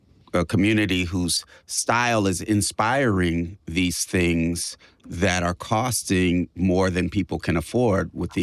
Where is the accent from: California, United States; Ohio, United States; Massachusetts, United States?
California, United States; obviously, I come from the Bay Area, so I'm going to shoot shots on that behalf.